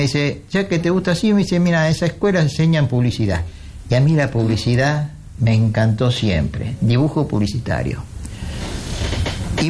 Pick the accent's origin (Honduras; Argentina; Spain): Argentina; Buenos Aires; also born or lived in Santiago, Chile; Soy criado en Argentina. Nací en Chile, en Santiago de Chile, el 9 de agosto del 49.